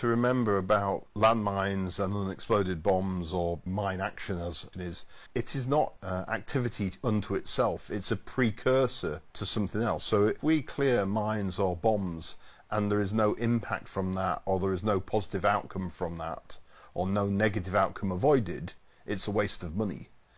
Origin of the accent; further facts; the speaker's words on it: United Kingdom; Being a Brit